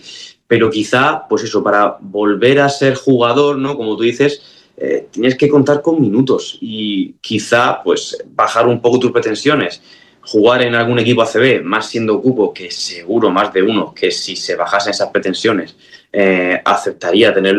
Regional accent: Region of Murcia, Spain

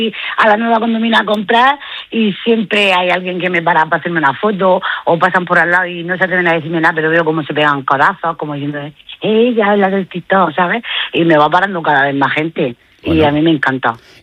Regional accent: Region of Murcia, Spain; yo soy de Murcia y no hablo con la S

